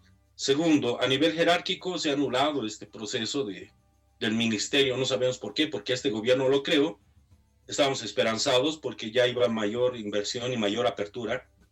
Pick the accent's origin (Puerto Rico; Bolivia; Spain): Bolivia